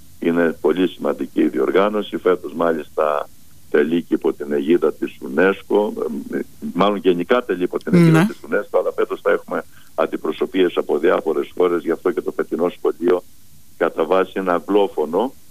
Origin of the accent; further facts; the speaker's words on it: Lagkadia, Peloponnese, Greece; από τα Λαγκάδια, που είναι και το χωριό μου βέβαια εμένα, γιατί είμαι και δίπλα των Λαγκαδίων παλιότερα.